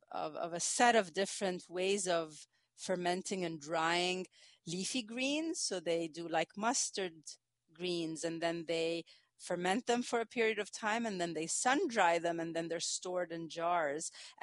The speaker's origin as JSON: {"language": "English", "country": "Egypt", "tie": "born or raised there", "moved": "yes", "lives_now": "United States", "said": "growing up, I come from Egypt. I knew that there were, you know, a lot of different fermented products that exist in our culture. And I moved to the United States"}